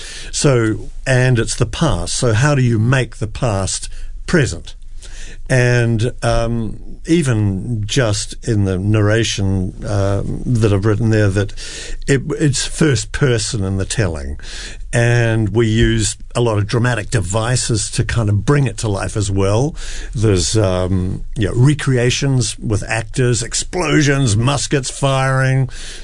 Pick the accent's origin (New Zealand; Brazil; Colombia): New Zealand; as a New Zealander